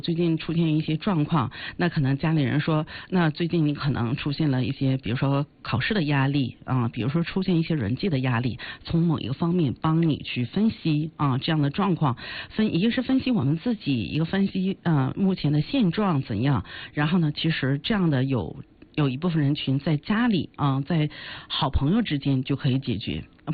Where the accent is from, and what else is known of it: China